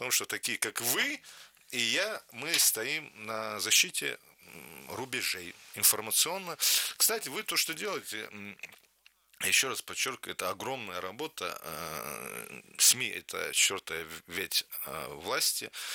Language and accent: Russian; Dagestan, Russia; Потому что я аварец, русский националист.